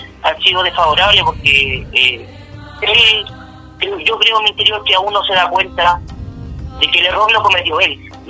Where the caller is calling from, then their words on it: San Pedro de la Paz, Biobío, Chile; Yo soy de acá, de San Pedro de la Paz, Concepción.